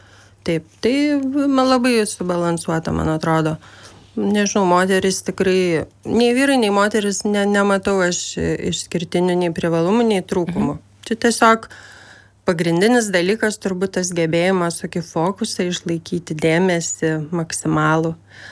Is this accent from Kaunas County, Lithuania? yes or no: no; Vilnius, Vilnius County, Lithuania; Iš tikrųjų, aš užaugau Aklųjų rajone Vilniuje. Ir va, jis visai netoli LRT yra.